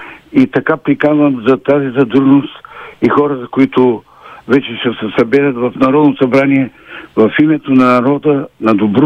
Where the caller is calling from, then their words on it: Teteven, Lovech Province, Bulgaria; съм от Тетевен.